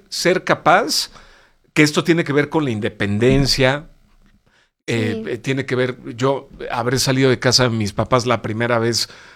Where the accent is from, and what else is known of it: Mexico